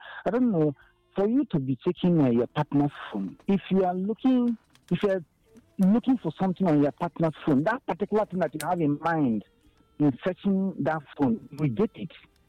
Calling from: Enugu, Enugu State, Nigeria; I'm calling from Enugu.

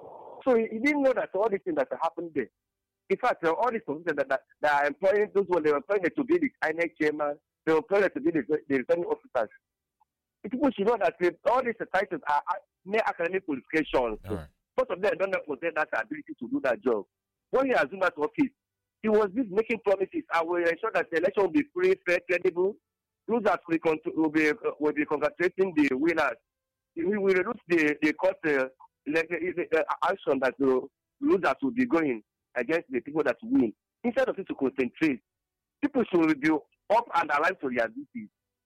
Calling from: Nigeria; I'm calling from Olo. In the Zagokogo main state of Telugu State.

